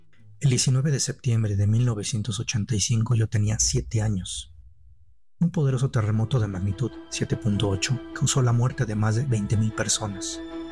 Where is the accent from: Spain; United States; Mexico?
Mexico; Mexico City; born there; Nací en la capital, en la Ciudad de México, una hermosa ciudad antigua y también la capital más antigua de toda América.